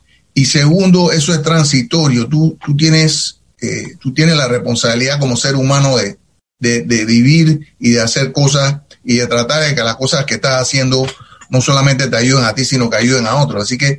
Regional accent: Panama; moved away; Yo me fui de Panamá por la dictadura.

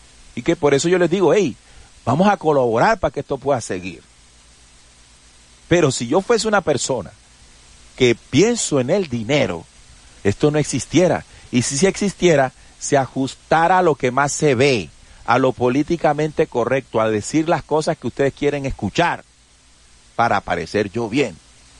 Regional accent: Colombia

